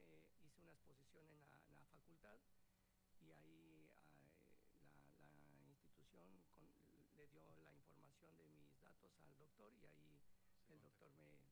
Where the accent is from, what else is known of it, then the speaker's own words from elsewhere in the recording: Mexico; soy mexicano.